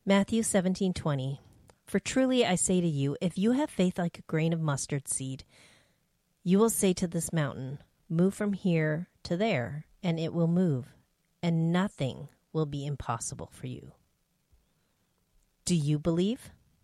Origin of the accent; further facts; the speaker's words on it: Canada; Throughout that time growing up in Canada